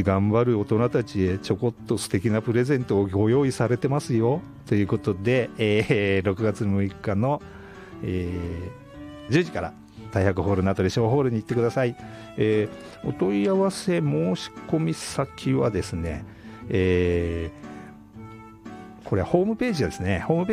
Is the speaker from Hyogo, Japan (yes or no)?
no; Chiba, Japan; moved away; 私も千葉育ちなんですけど、九十九里の浜ではよく遊んでたんですけれども、